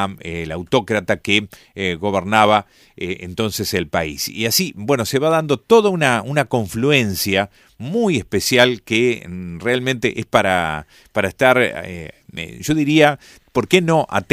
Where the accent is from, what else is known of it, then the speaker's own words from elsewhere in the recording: Argentina; hay un país con más hinchas de Argentina que nosotros mismos